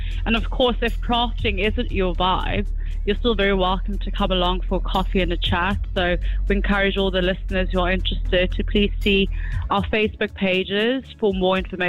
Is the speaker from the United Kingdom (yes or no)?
no; South Africa; I'm from South Africa.